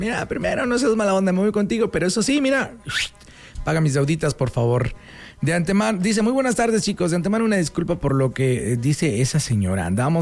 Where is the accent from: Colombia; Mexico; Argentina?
Mexico